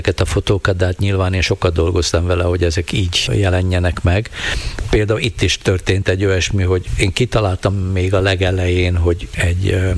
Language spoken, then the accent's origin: Hungarian; Kéménd, Baranya, Hungary; sok minden köt Kéménthez, nyilván fog is, mert hát ott nőttem föl.